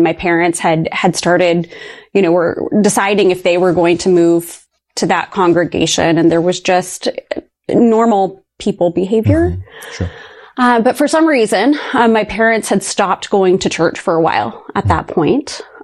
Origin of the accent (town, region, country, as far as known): Ohio, United States; born or raised there